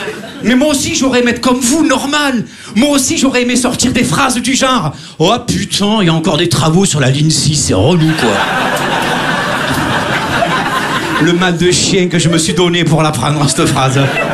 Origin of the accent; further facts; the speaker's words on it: Marseille, Provence-Alpes-Côte d'Azur, France; Bon alors moi je viens de Marseille, mais vous inquiétez pas, je ferai pas de clichés. Je l'ai subi au quotidien à chaque fois que je suis à Paris.